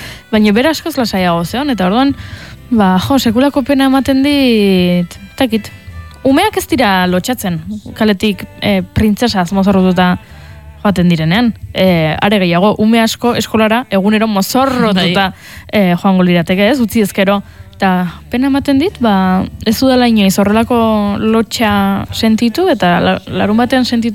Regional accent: Tolosa, Basque Country, Spain; Eta ni Tolosarra naiz, mozorrotzea gustatzen zait

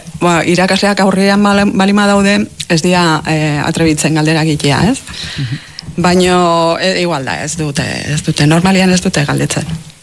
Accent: Errenteria, Basque Country, Spain; prestatu ditugu itzaldiak jende arruntantzako, gure herrian, errenterian, jendeantzako

